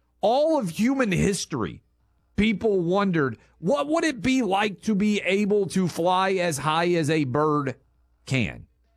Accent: Tennessee, United States; Shiloh, in my home state of Tennessee.

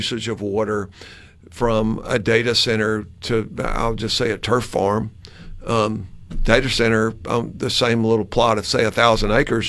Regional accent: Mississippi, United States; I mean, look, I'm from Yazoo County.

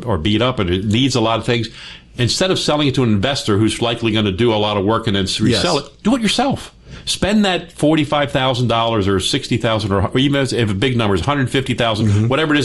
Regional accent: Baltimore, Maryland, United States; now in Las Vegas, United States; my hometown of Baltimore.

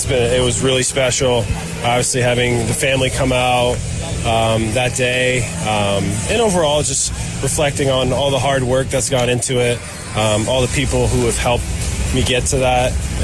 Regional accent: Canada; I can't speak for everyone, but just as a Canadian kid, like playing in the NHL, like that was the dream.

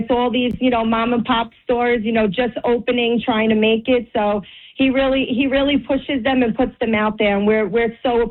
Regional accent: Hoboken, New Jersey, United States; moved away as an adult; now in Clifton, United States; we grew up in Hoboken, my husband and I, and moved out to Sea Caucus.

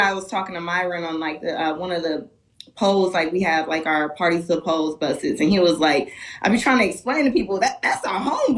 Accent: Milwaukee, Wisconsin, United States; Milwaukee's home. All of my family and friends are still there. I'm back and forth, so yeah, man, I'm from Milwaukee through and through.

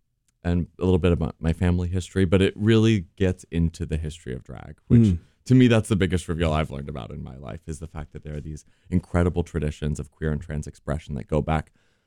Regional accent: Champaign, Illinois, United States; the gay bar in my hometown of Champaign-Urbana, Illinois

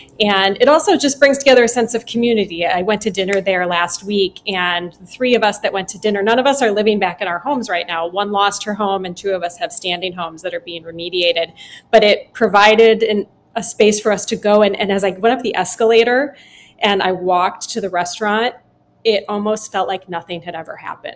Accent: Wisconsin, United States; moved away as an adult; also born or lived in Boston; now in Los Angeles, United States; I was obviously born and raised in Wisconsin. I lived there, had my son there, got married there. Then we had a year in Boston for my husband's medical training, and we blindly moved to Los Angeles to follow a job that was available for my husband.

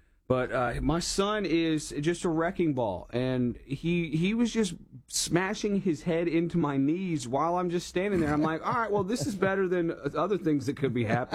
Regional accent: Texas, United States; I grew up in Texas.

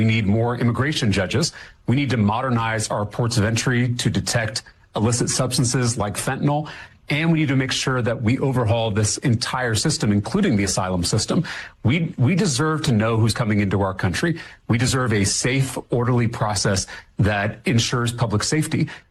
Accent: Texas, United States; especially if you come from a place of privilege, which I have my entire life as a white boy growing up in Texas.

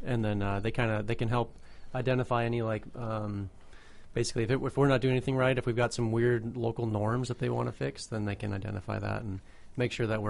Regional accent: Duluth, Minnesota, United States; So I'm from Duluth, Minnesota originally.

